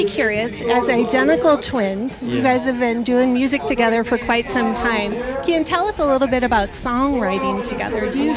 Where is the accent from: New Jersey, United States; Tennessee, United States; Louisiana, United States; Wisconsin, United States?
Wisconsin, United States; accent: Wisconsin; I might bring out my Wisconsin accent for you both.